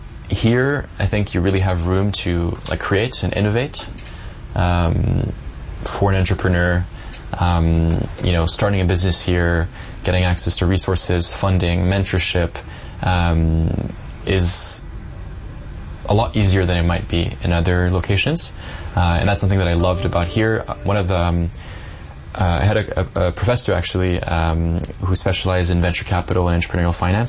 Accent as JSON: {"language": "English", "country": "Switzerland", "tie": "born or raised there", "said": "The pace, the time, punctuality is very different than when I grew up with in Switzerland."}